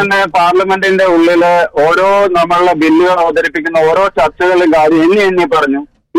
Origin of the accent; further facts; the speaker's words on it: Valanchery, Kerala, India; born there; ഞാൻ മലപ്പുറം എന്നുള്ളതുകൊണ്ടല്ല പറഞ്ഞത്, ഞാൻ ജനിച്ചു വന്ന നാട് ഞാൻ കണ്ടതാണ് പറഞ്ഞത്.